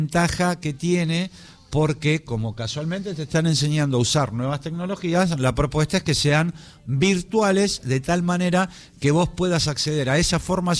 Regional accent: Argentina

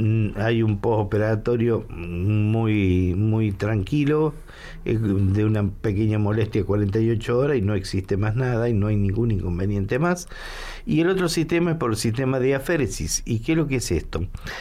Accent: Argentina

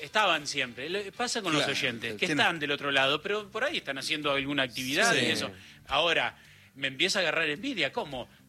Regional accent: Argentina; no solamente como argentino, como lo han mencionado

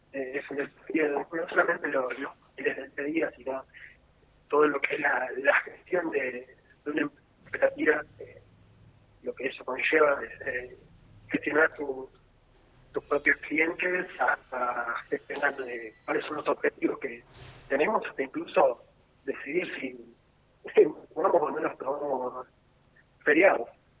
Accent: Buenos Aires, Argentina; Sí, somos de acá de Buenos Aires, de la región, pero sí somos desparramaditos acá cerquita, por lo menos.

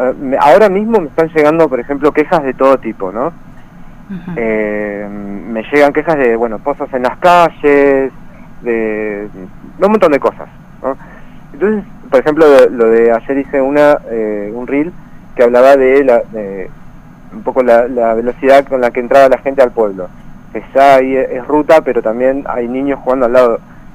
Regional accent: Esquel, Chubut, Argentina; moved away; also born or lived in Buenos Aires; yo me crié en Esquel, año 90

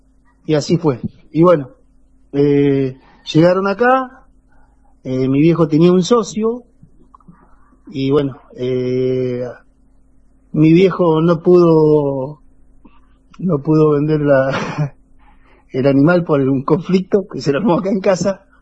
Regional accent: Catriló, La Pampa, Argentina; en mi pueblo natal, sí. Justo hoy es el aniversario del pueblo de Catiló, 129 aniversario

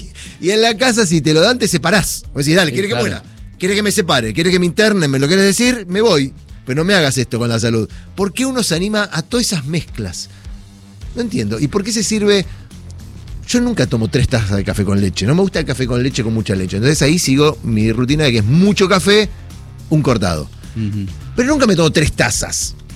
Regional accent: Argentina; Y después porque somos argentinos.

